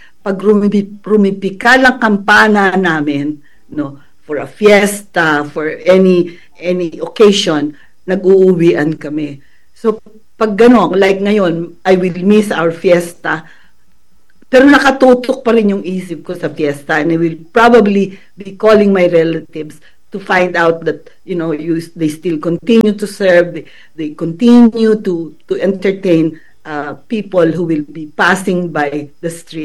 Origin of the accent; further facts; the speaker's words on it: Lucban, Quezon, Philippines; I am so happy to be here and share my konting nalalaman about my hometown.